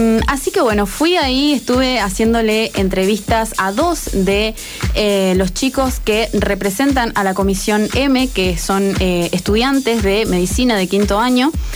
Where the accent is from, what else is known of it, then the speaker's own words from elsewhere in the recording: San Jaime de la Frontera, Entre Ríos, Argentina; saludar a la gente de mi pueblo, porque también el programa se transmite en FM Ayer 92.3 desde San Jaime de la Frontera.